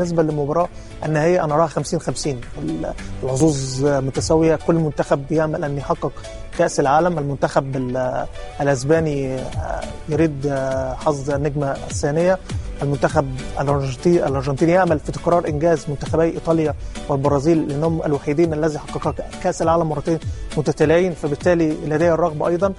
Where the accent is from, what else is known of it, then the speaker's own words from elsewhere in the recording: Egypt; عندنا في مصر محافظة اسكندرية